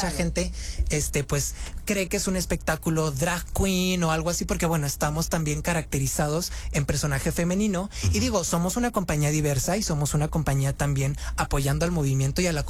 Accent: Culiacán, Sinaloa, Mexico; Saliendo, pues me regresé a Culiacán, yo soy sinaloense.

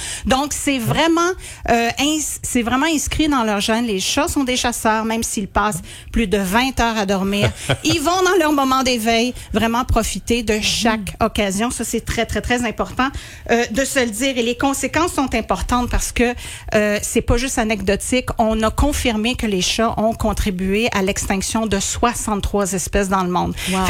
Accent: Quebec, Canada; chez nous au Québec

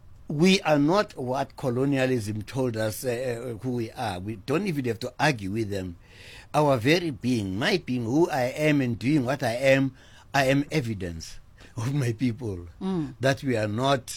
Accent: South Africa; moved away as an adult; also born or lived in United Kingdom / Eswatini; I'm from South Africa

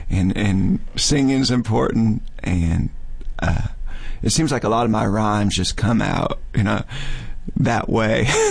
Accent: Missouri, United States; born there; I come from the middle of Missouri, I guess the Missouri side of Missouri.

